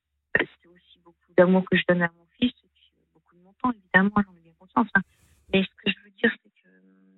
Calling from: France; je suis française, hein, j'ai des papiers et tout.

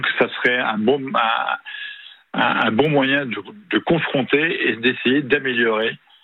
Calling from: Beaune, Bourgogne-Franche-Comté, France; J'ai 69 ans et je vous appelle de Beaune

